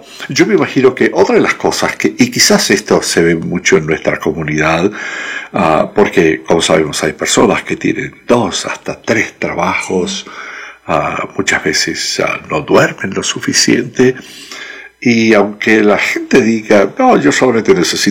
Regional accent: Venezuela; moved away; en mi tierra, en Venezuela.

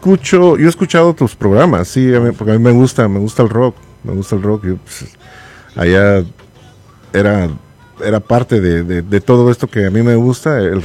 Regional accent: Mexico; now in Denver, United States; Yo soy de entre los límites del Distrito Federal y Estado de México. O sea, no estoy tan en Ecatepec, sino estoy como a unos 15 minutos de la Basílica de Guadalupe, más o menos

